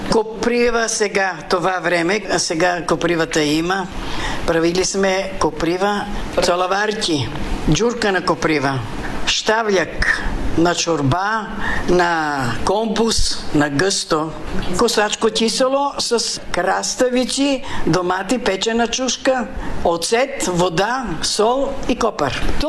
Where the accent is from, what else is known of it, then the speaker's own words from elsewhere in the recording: Vidin Province, Bulgaria; Родена съм в Белоградчишко село на 12 км Паралуш, да живеем тук от 60-та година.